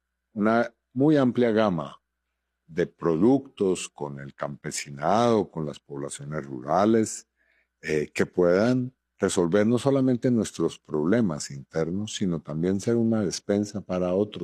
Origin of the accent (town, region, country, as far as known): Colombia